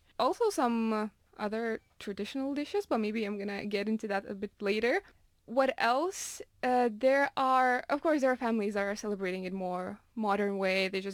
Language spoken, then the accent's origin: English; Lithuania; moved away